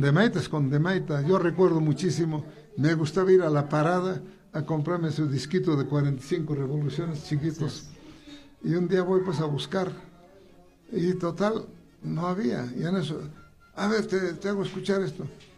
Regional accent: Marcapata, Cusco, Peru; now in Lima, Peru; Y éramos los marcapateños allá

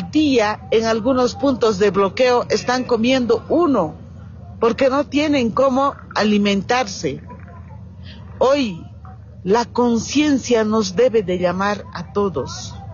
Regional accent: Bolivia; hemos podido tener esta preparación como bolivianas, como bolivianos.

